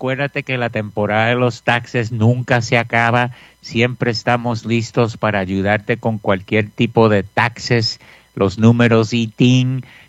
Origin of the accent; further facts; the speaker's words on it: Puerto Rico; yo soy puertorriqueño y en Puerto Rico hasta la fecha el fútbol no es tan grande como la pelota